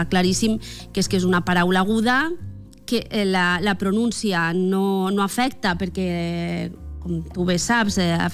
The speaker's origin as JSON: {"language": "Catalan", "town": "Bicorp", "region": "Valencian Community", "country": "Spain", "lives_now": "Meliana, Spain", "said": "Jo sóc de Bicorp, la Canal de Navarrés. El gentilici és Bicorbí. I visc a Meliana."}